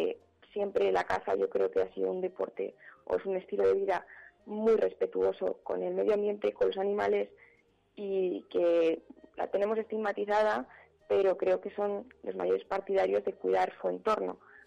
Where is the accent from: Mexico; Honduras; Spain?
Spain; Castile; yo creo que como castellanos